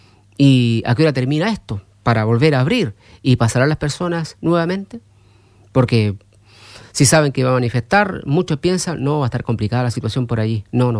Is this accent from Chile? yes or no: yes; Chile